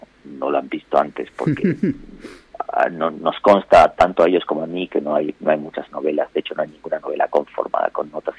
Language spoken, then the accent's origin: Spanish; Argentina; moved away; Iba a decir que más allá de que mi acento haya cambiado, que yo lleve hasta altura más tiempo viviendo fuera de Argentina que en el país